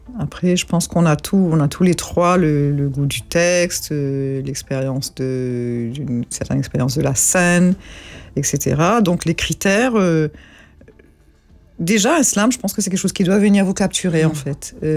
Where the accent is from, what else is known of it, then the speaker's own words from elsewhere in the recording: Mauritius; first language Mauritian Creole; pour 90% plus des Mauriciens, la langue créole, c'est notre langue maternelle.